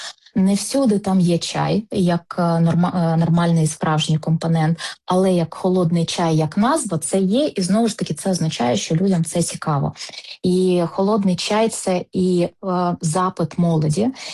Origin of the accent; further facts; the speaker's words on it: Dnipro, Dnipropetrovsk Oblast, Ukraine; з присвятою до Дніпра. Це моє рідне місто